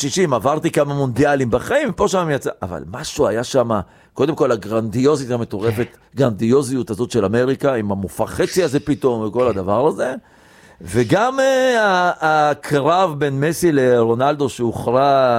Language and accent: Hebrew; Egypt; וכאילו אני אמרתי, תראו, אני מצרי.